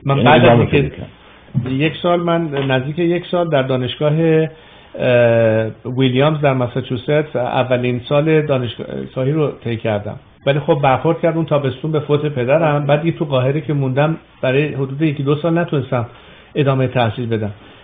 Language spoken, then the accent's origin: Persian; Iran; من قبل از همه میگم به عنوان یک ایرانی حق من هست و وظیفه